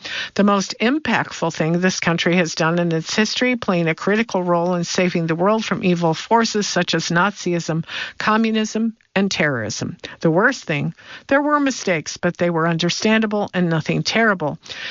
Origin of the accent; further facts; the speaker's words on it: United States; When I go to Europe, now I claim I am Canadian to escape any wrath for being an American these days.